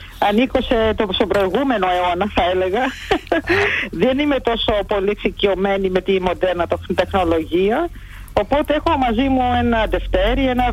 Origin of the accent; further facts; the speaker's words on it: Berlin, Germany; Εγώ μεγάλωσα στην Γερμανία, ήταν γονείς μετανάστες εκεί.